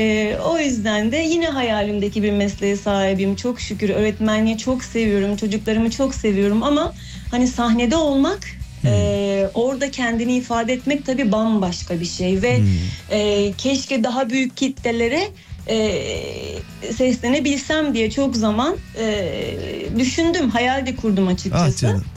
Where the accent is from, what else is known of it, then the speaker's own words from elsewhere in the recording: Ayvalık, Balıkesir, Turkey; now in Balıkesir, Turkey; Balıkesir merkezde yaşıyorum. Aslında doğma büyüme Ayvalıklıyım ben. Hı-hı. Okul dolayısıyla buraya gelip yerleşmek durumunda kaldım.